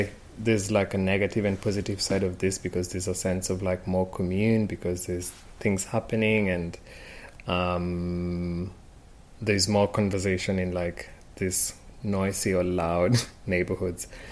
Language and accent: English; Nairobi, Kenya; now in Berlin, Germany; I'm from Nairobi, Kenya, based in Berlin at the moment, and also in between the two cities.